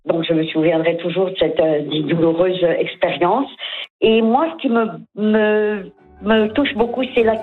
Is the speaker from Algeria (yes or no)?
yes; Algeria; je viens de l'Algérie. Donc mon premier hiver, je l'ai vécu au courant du mois de février.